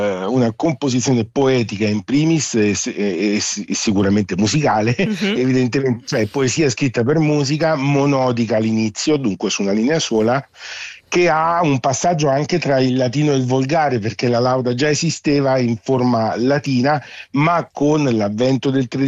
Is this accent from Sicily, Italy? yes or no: no; Umbria, Italy; accent: central Italian (Umbrian); dal mio accento immagino si capisca perché, vivendo nel centro d'Italia, in Umbria